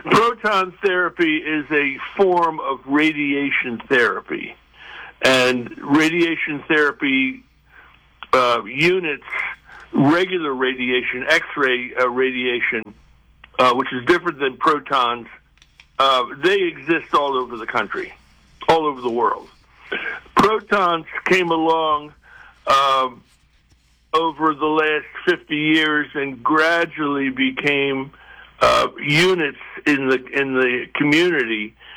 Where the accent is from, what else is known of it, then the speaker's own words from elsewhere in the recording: New Jersey, United States; born there; also born or lived in Spain; Well, East Coast. I was born in New Jersey, but I had my formative years in the Mediterranean Basin. Finished high school in Spain and then came back to the U.S. for college